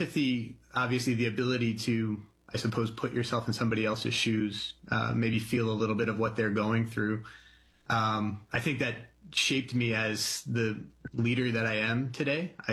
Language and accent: English; Bethlehem, Pennsylvania, United States; Yeah, I'm from Bethlehem, just north of, about an hour north of Philly. I have 7 brothers and sisters, almost all sisters, 6 of them. I'm the youngest.